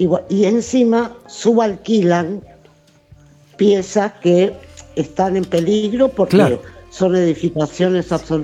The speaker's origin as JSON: {"language": "Spanish", "region": "Buenos Aires", "country": "Argentina", "tie": "born or raised there", "said": "Yo me crié, o sea, nací en Matienzo y Conde, en Colegiales."}